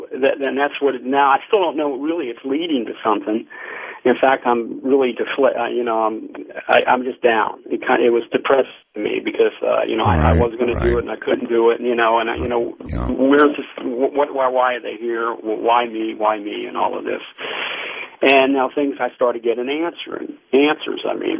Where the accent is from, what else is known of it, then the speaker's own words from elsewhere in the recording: United States; So my bloodline is Italian, but I mean I've been third generation, whatever, second generation. I mean I'm American